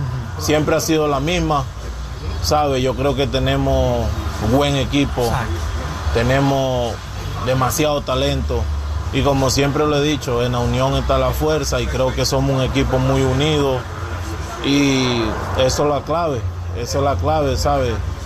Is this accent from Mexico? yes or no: no; Venezuela; now in United States; Como venezolano, de verdad que me ha pegado mucho.